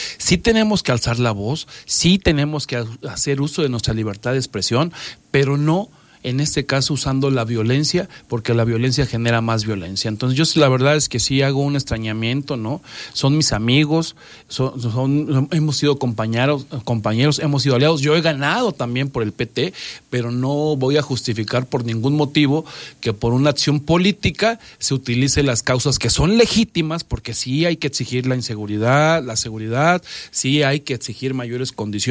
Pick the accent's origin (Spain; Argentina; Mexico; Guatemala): Mexico